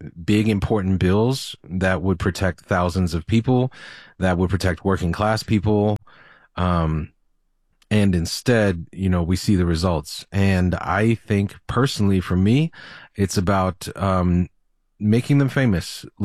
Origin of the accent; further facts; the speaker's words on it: Rhode Island, United States; I grew up in Rhode Island too. Like, I get it. I'm Italian American.